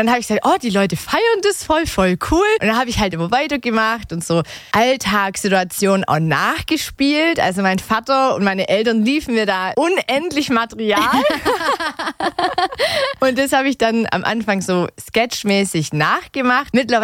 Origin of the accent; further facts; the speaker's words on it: Nürtingen, Baden-Württemberg, Germany; born there; Also ich bin … ich komme gebürtig aus Nürtingen, wohne da auch immer noch.